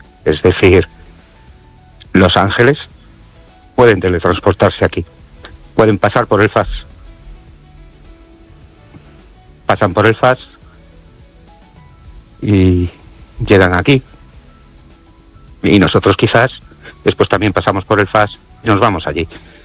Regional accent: Brens, Galicia, Spain; Buenas noches, Esther y oyentes … de Brens.

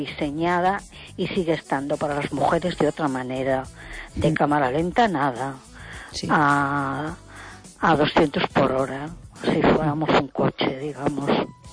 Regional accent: A Coruña, Galicia, Spain

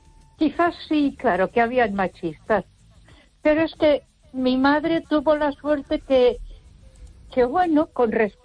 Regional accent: Ponferrada, Castile and León, Spain

